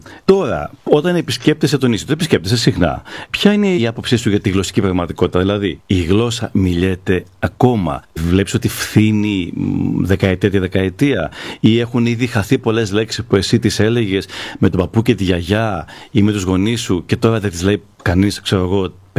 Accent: Vervena, Peloponnese, Greece; Αυτό που έχω κάνει εγώ στο δικό μου χωριό.

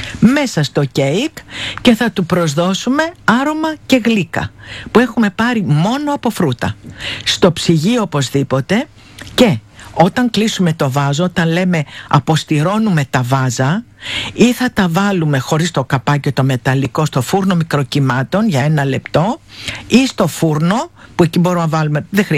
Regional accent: Evia, Central Greece, Greece; είμαι από την Κίνη.

